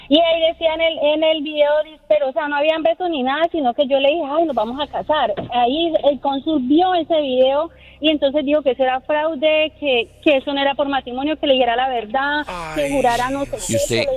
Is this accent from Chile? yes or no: no; Morristown, New Jersey, United States; Sí, yo soy de Morristown, New Jersey.